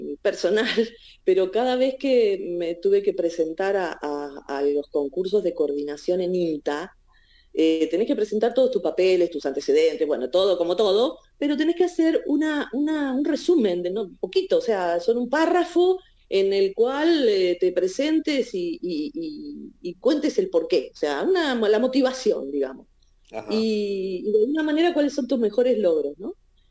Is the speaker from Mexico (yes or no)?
no; Lobería, Buenos Aires Province, Argentina; moved away as an adult; now in Tandil, Argentina; yo soy de Lobería, los dos, mi marido y yo, los dos somos de Lobería, y cuando nació nuestro segundo hijo decidimos venirnos a Tandil, a un lugar donde familiarmente cero.